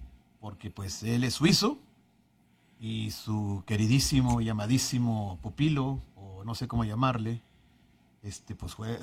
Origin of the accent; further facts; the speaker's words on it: Mexico; nos han denigrado a nosotros como mexicanos